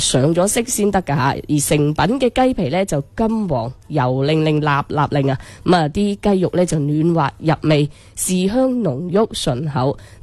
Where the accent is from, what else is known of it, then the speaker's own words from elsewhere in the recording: Guangdong, China; 我哋广东人呢有句老话啦